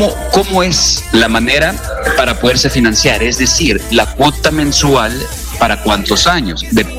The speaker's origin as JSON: {"language": "Spanish", "country": "El Salvador"}